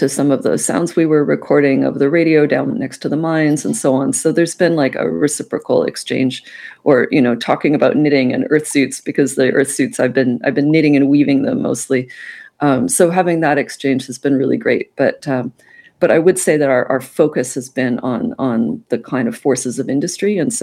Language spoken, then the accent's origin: English; Vancouver, British Columbia, Canada; now in Santa Cruz, United States; growing up in Vancouver and currently in Santa Cruz.